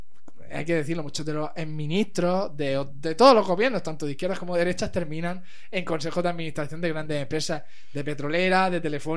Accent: Spain

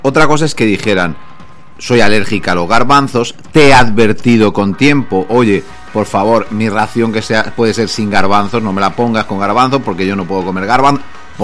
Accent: Spain

